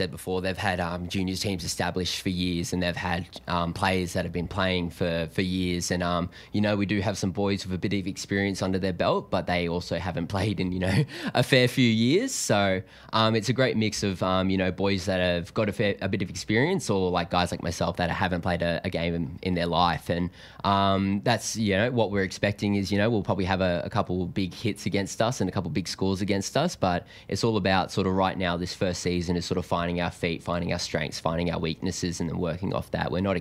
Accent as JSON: {"language": "English", "town": "Fremantle", "region": "Western Australia", "country": "Australia", "tie": "born there", "moved": "yes", "said": "born in Fremantle"}